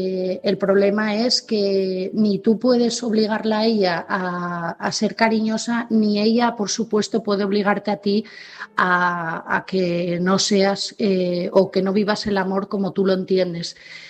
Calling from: Asturias, Spain; de Asturias

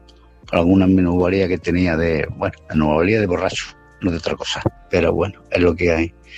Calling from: Málaga, Andalusia, Spain; de Málaga.

